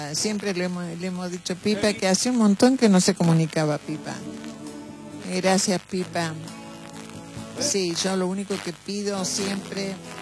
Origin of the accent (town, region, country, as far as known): Argentina